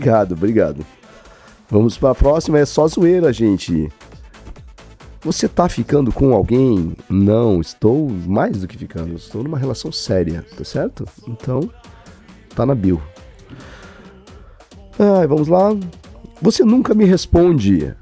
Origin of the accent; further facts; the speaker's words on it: São Paulo, Brazil; accent: interior of São Paulo; É só pra fazer, é só pra eu puxar meu sotaque lá do interior de São Paulo.